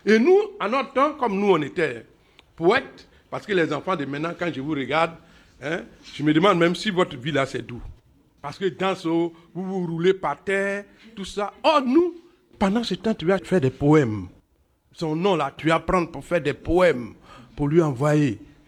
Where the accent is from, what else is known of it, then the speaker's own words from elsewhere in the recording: Abidjan, Côte d’Ivoire; j'ai fait toute mon enfance à Port-Boué